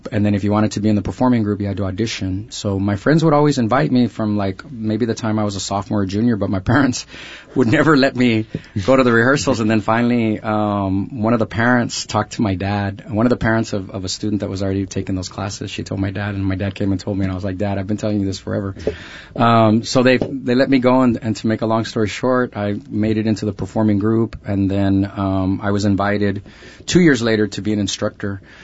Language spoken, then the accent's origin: English; San Antonio, Texas, United States; But I'm from Texas originally. I'm from the city of San Antonio, go Spurs.